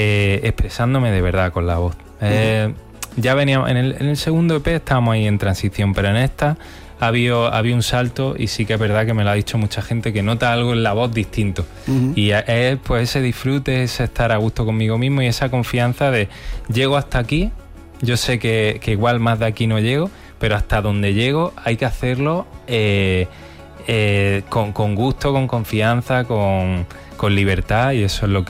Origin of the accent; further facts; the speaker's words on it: Andalusia, Spain; also born or lived in Almería / Granada; Yo soy medio almeriense granaíno, y la familia de mi padre vive en Almería.